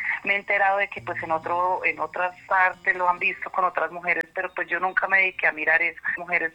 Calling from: Copacabana, Antioquia, Colombia; Copacabana, paciente de Medellín.

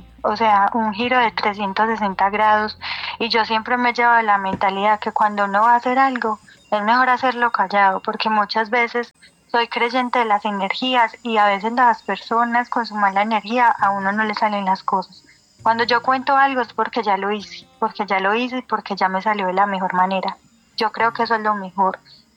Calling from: Bello, Antioquia, Colombia; Llamo de Bello, Antioquia

